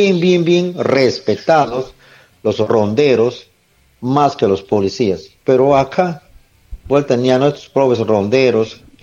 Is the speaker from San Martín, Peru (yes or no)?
yes; Pamacho valley, Lamas province, San Martín, Peru; este valle de Pamacho, mi tierra querida